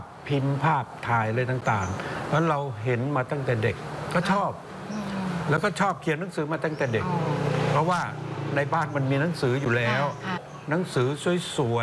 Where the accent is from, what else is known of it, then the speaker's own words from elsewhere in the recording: Ranot, Songkhla, Thailand; born there; ผมเกิดที่อำเภอระโนดจังหวัดสงขลาเหนือทะเลสาบสงขลาเลยไกลมากเมื่อปี2496